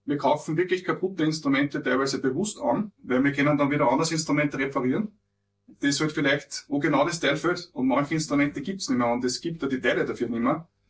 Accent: Austria

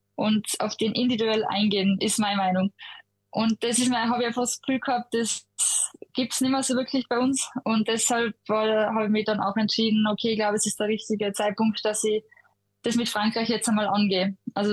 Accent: Austria; bleib gern Österreicherin.

